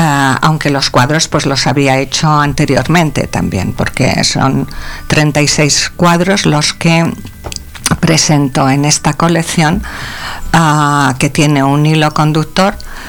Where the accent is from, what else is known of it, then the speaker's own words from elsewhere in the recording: Palencia, Castile and León, Spain; born there; also born or lived in Cevico de la Torre; now in Barcelona, Spain; que es donde yo nací, en Palencia. Aunque luego pues me he ido a Barcelona, pero nunca he dejado el vínculo fantástico con Cevico de la Terre y por lo tanto Palencia.